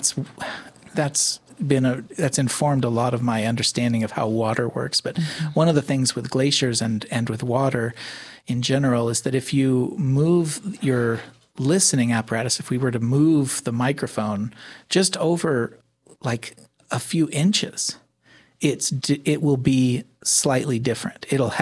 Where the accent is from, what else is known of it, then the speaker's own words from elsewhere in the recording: Alaska, United States; I grew up in Alaska and I grew up with glaciers.